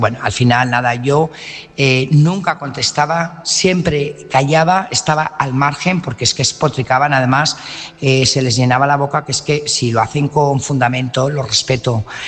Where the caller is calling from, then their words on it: Burgos, Castile and León, Spain; Buenas noches … corresponsal de Burgos.